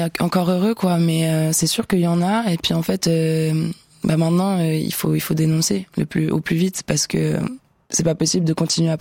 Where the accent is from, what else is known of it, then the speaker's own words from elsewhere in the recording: Switzerland; je suis suisse, que je suis là pour la Suisse aussi